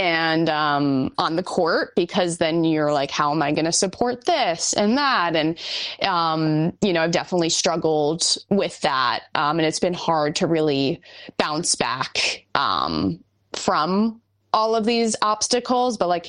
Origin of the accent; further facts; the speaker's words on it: New York, United States; I've played, fortunately, all four, but I'm from New York, so US Open is a special place to me, just in my backyard.